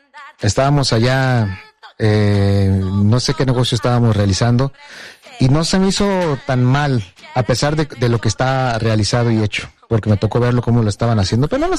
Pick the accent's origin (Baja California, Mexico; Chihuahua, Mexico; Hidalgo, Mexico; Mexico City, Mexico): Mexico City, Mexico; also born or lived in Aguascalientes; somos del DF, somos del DF.